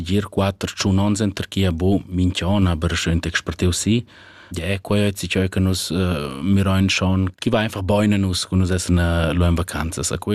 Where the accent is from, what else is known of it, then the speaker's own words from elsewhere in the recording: Albania; Oh, noi, io vengo dall'Albania